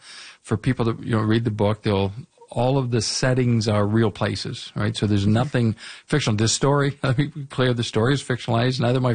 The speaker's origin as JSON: {"language": "English", "town": "London", "region": "Ontario", "country": "Canada", "tie": "born or raised there", "said": "having been born and raised in London, Ontario."}